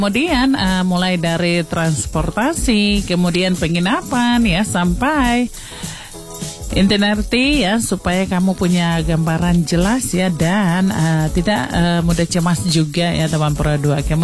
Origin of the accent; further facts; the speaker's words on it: Merauke, South Papua, Indonesia; kita orang Merauke bilang, daripada kamu tinggal-tinggal di rumah ya